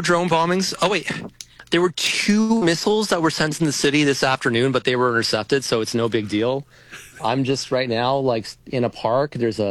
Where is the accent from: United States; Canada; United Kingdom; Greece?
Canada; I'm a Canadian who aligns with the conservatives in Canada